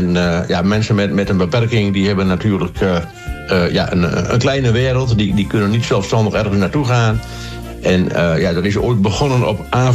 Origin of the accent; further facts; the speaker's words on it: Enter, Overijssel, Netherlands; En wij komen uit Enter, dus de Enterrun.